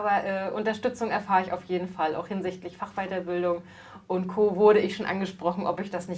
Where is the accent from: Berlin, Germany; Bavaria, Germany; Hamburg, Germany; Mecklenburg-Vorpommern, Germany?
Mecklenburg-Vorpommern, Germany; Ich bin im Komaroer See aufgewachsen